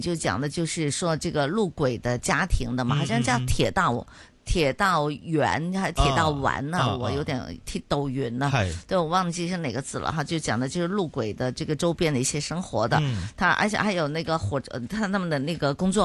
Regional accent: Hong Kong

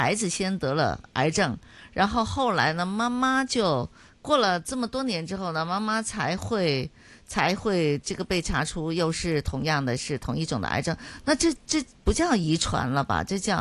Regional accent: Chaozhou, Guangdong, China; 对啊，我也是潮州人，所以呢，我们大概都知道，就潮州人喜欢吃什么。

